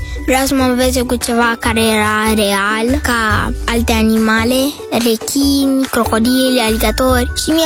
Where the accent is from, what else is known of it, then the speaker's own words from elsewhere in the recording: Otopeni, Ilfov, Romania; am 8 ani și sunt din Otopeni.